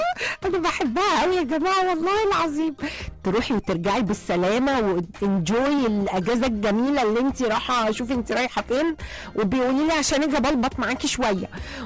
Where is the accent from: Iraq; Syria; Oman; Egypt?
Egypt; Ismailia, Ismailia Governorate; انا من الاسماعيليه. ايوه بقى كل اهل الاسماعيليه.